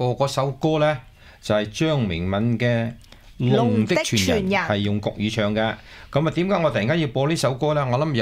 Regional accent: China; 真係我哋中國人嘅

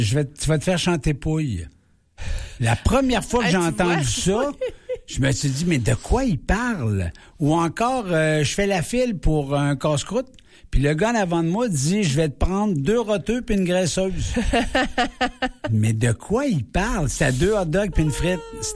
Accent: Quebec, Canada; now in Beauce, Canada; Mais même pour les Québécois, c'est parfois difficile. Moi, le premier.

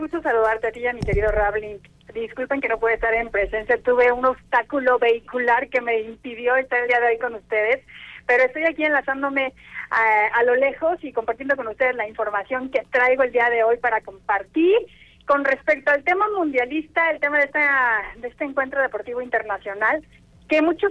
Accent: Mexico; nosotros como mexicanos

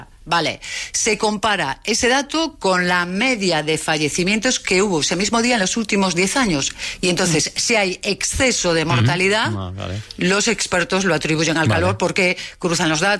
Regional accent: Galicia, Spain; En las casas, yo soy gallega, pues no hay aire acondicionado

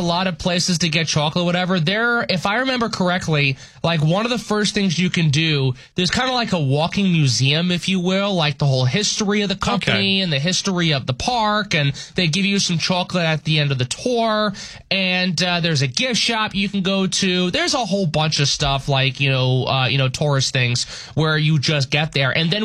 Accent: Long Island, New York, United States; born or raised there; now in North Dakota, United States

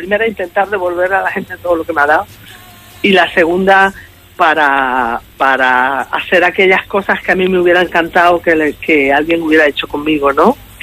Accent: Arrecife, Canary Islands, Spain; ya nació en mi tierra, que ya nació en Arrecife

